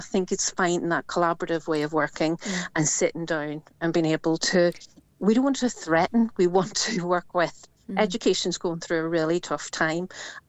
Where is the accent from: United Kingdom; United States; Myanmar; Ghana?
United Kingdom; Northern Ireland; now in Mull, United Kingdom; I'm from Northern Ireland